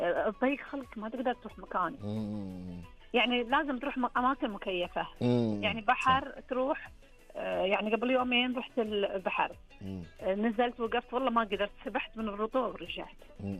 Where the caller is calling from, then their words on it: Eastern Province, Saudi Arabia; يعني بالذات الصباح هنا عندنا في الشرقيه